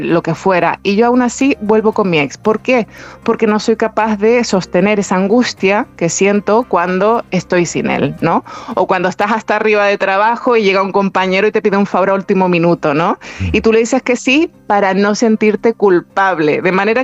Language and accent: Spanish; Canary Islands, Spain; accent: Canarian; Imagínate que tienes un pozo o pozo, que yo soy con mi canario me sale pozo